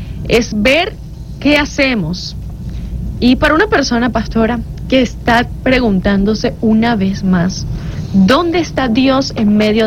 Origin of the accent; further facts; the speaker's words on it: Venezuela; sobrevivimos a tantas cosas que como venezolanos hemos atravesado